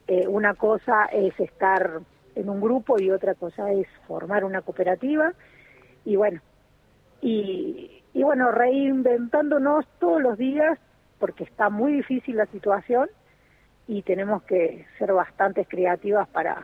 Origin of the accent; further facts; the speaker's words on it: Buenos Aires, Argentina; now in La Carlota, Argentina; yo soy de Buenos Aires y he trabajado en fábricas